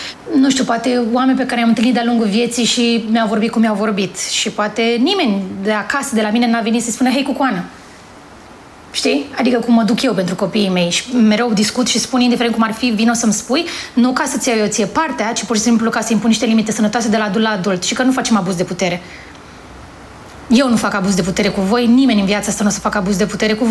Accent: Bogați, Romania; born or raised there

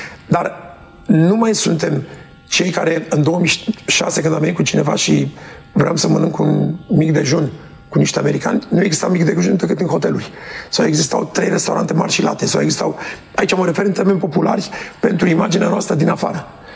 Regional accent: Romania; ceea ce suntem noi ca români.

